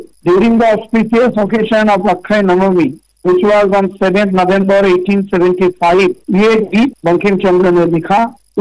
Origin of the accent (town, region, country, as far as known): Murshidabad, West Bengal, India